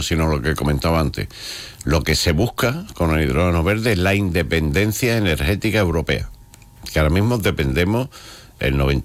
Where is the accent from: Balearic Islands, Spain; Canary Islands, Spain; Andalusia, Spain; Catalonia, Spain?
Andalusia, Spain; Huelva; yo soy de Huelva y llevo mucho tiempo aquí